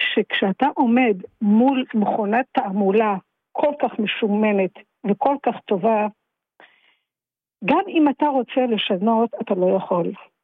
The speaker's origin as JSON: {"language": "Hebrew", "town": "Petah Tikva", "region": "Central District", "country": "Israel", "said": "מפתח תקווה."}